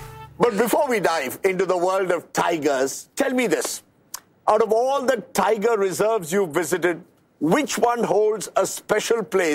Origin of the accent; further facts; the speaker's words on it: India; as an Indian